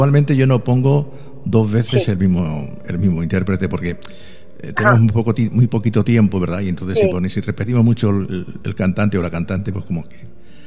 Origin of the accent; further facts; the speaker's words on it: Cartagena, Region of Murcia, Spain; por la parte de Cartagena, mi tierra